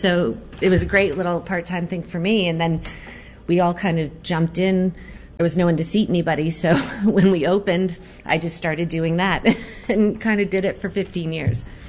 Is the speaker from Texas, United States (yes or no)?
no; Bethel, Maine, United States; also born or lived in Boston; I grew up in Bethel, Maine. And I moved away, went to school in Boston, and then ended up back.